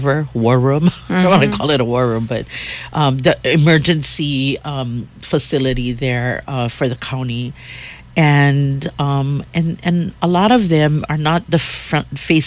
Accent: Hawaii, United States; for us that born and raised in Hawaii, we live here a long, long, long time.

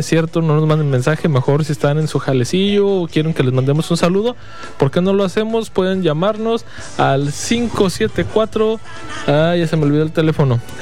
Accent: Michoacán, Mexico; yo soy producto náhuatl, 100% purépecha, banda. Y sí, michoacano, de mucho orgullo de Michoacán.

